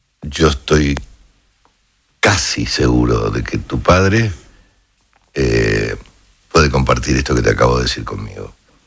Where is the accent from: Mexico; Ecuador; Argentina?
Argentina; Es raro porque además siempre fue un equipo arengador, incluso exagerado, si se quiere. Bien, como somos los argentinos.